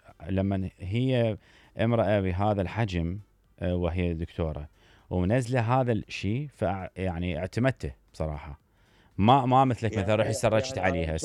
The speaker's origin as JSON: {"language": "Arabic", "country": "Iraq", "said": "المهم الجهتين اللي دخلوا عندنا بالعراق"}